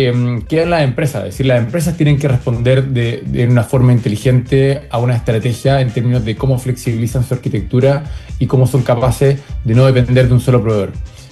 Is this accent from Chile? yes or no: yes; Chile; lo que estamos acostumbrados todos los chilenos